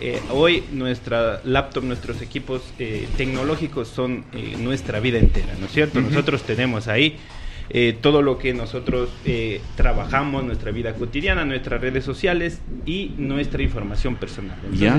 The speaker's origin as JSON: {"language": "Spanish", "region": "Carchi", "country": "Ecuador", "said": "Yo soy de la provincia del Carchi."}